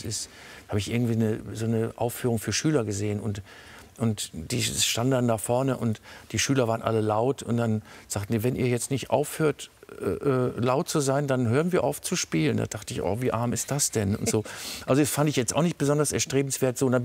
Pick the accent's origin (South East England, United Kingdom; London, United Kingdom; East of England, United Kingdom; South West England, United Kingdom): London, United Kingdom; Obwohl, ich komme aus London.